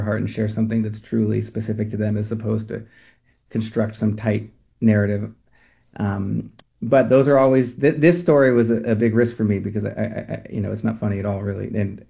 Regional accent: Bay Area, California, United States; I grew up in the Bay Area

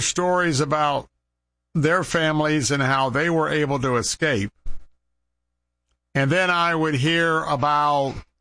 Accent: Tampa, Florida, United States; and I grew up in West Tampa, so I had a lot of Cuban families that were friends growing up.

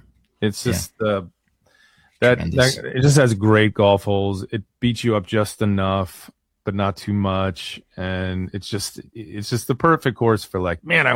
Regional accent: Pennsylvania, United States; growing up there and sneaking onto the third, not growing, but growing up in Delaware County and sneaking onto the third hole so many times.

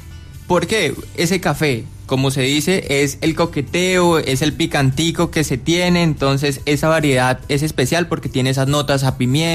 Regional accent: Pitalito, Huila, Colombia; creador de Gema Special y Coffee. Somos de Bruselas, Pitalito.

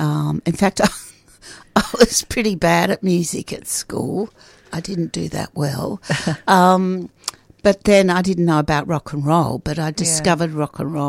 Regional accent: Melbourne, Victoria, Australia; now in Sydney, Australia; I grew up in Melbourne.

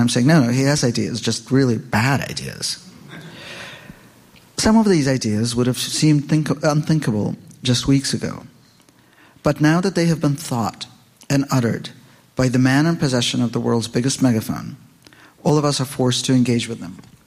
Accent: Philadelphia, Pennsylvania, United States; I'm from Philadelphia.

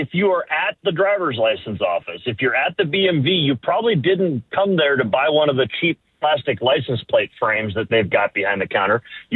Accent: Akron, Ohio, United States; Born and raised in Akron

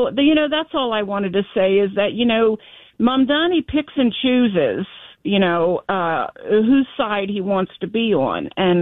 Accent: Baltimore, Maryland, United States; I was born and raised in Baltimore. And I hate what's happened to our beautiful city.

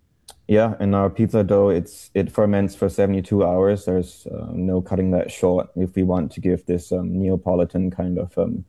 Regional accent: Singapore; because I grew up around Holland Village back in those days, anyway, like many years ago.

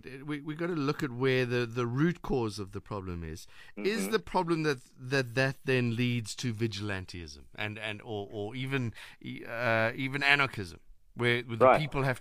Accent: South Africa; first language English; I, as an English speaking South African

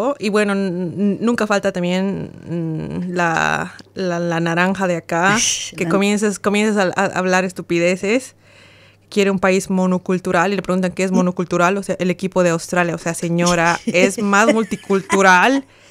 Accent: Bolivia; Yo viví ahí un año

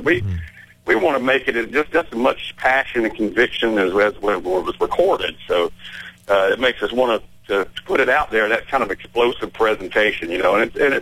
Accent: Jacksonville, Florida, United States; we came from Jacksonville, Florida, and it was a Navy town.

